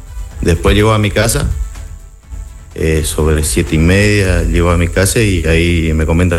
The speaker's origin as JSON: {"language": "Spanish", "town": "Gobernador Martínez", "region": "Corrientes", "country": "Argentina", "tie": "born or raised there"}